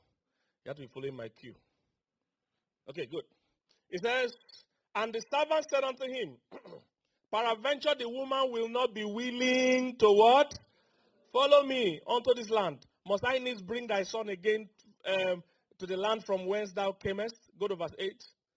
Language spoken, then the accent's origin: English; Nigeria